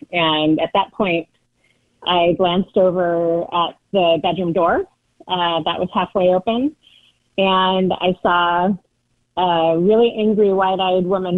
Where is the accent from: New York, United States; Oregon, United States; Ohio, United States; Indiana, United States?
Oregon, United States; Portland; I'm from Portland, Oregon as well.